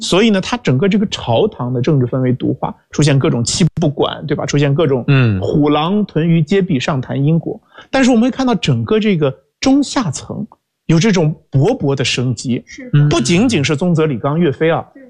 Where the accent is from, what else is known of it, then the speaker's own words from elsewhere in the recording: China; 在我们中国人心灵世界当中已经把这样的一个根骨已经建立起来了。